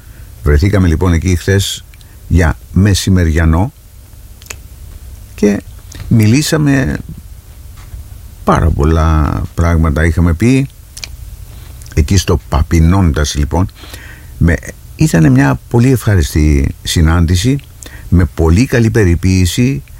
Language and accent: Greek; Northern Cyprus, Cyprus; moved away; την αγάπη μου να γυρίσω πίσω στα κατεχόμενά μας, στο κατεχόμενο χωριό μου, στην πόλη μου εκεί.